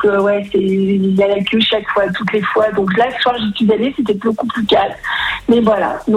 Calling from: Saint-Étienne, Auvergne-Rhône-Alpes, France; Alors, moi, j'habite à Saint-Etienne.

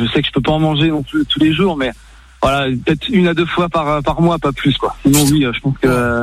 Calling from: Rennes, Brittany, France; j'habite à Rennes.

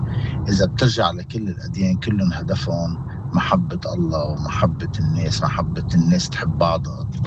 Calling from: Beirut, Beirut Governorate, Lebanon

